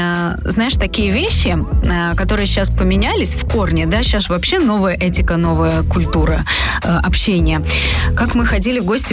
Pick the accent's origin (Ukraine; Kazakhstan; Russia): Ukraine; Odesa, Odesa Oblast; Ну, может быть, потому что я из Одессы.